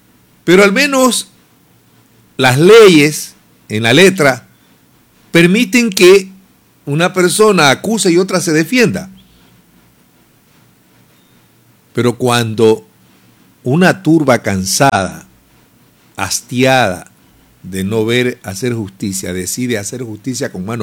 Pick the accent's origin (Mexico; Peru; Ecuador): Ecuador; El problema somos los ecuatorianos